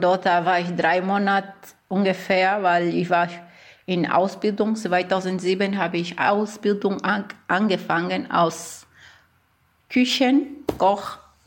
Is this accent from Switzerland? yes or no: no; Angola; German is a second language; now in Munich, Germany; Ich komme aus Angola und ich wohne in Deutschland seit 20 Jahren ungefähr. Dann immer in München.